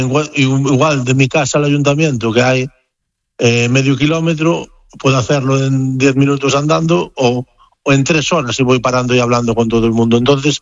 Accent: Galicia, Spain; also born or lived in Barcelona; Yo ya te digo, yo nací en Barcelona, pero ya de pequeñito me vine para Galicia

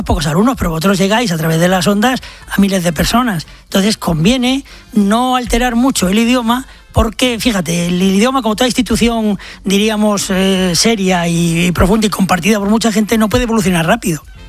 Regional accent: Lorca, Region of Murcia, Spain; a mí también me gusta, cuando vengo de Lorca muchas veces digo me se.

